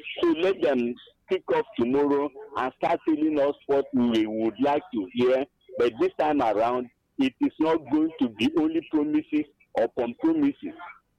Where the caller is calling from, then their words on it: Enugu, Enugu State, Nigeria; I'm calling from Enugu.